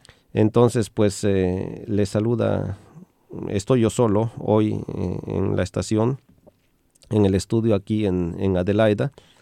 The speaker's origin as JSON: {"language": "Spanish", "country": "Mexico", "said": "yo, siendo mexicano, he crecido con esta música"}